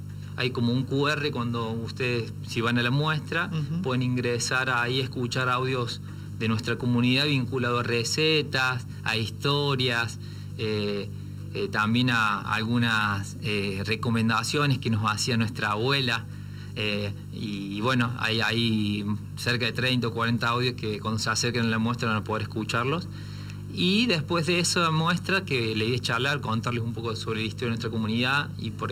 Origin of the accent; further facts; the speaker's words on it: Córdoba, Argentina; quienes venimos de comunidades indígenas de Córdoba, en mi caso de comunidades que adscribimos al pueblo Camer como Chingón